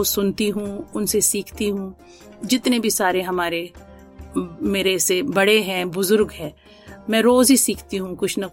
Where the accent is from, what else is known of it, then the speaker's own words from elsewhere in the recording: Jammu and Kashmir, India; ये मेरी भाग्य की बात है कि मैं कश्मीर से जुड़ी हूँ, मैं कश्मीरी हूँ, कश्मीरी पंडित हूँ